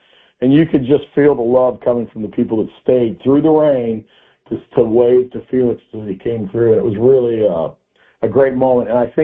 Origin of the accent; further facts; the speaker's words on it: Columbus, Ohio, United States; I'm still from where I was born in Columbus, the east side of Columbus, Ohio, so 3 hours directly east from here, very similar to this town, very similar in the fact that we all seem to have to work for a living here no matter what, very Midwest